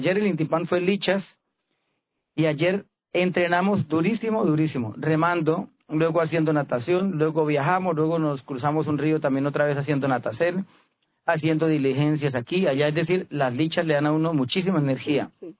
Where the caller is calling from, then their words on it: Guaviare, Colombia; yo soy del Guaviare, allá en el parque de Don José del Guaviare, hay una ceiba